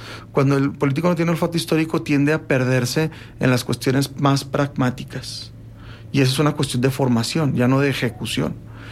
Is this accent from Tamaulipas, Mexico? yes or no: no; Gómez Palacio, Durango, Mexico; que soy de Gómez Palacio